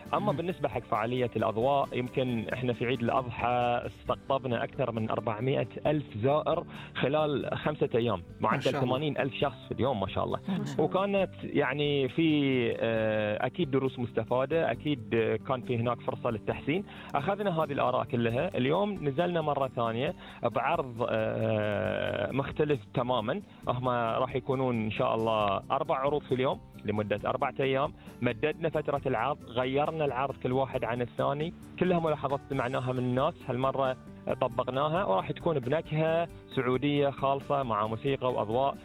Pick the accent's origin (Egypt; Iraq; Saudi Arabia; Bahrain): Bahrain; متعلق فينا إحنا كبحرينيين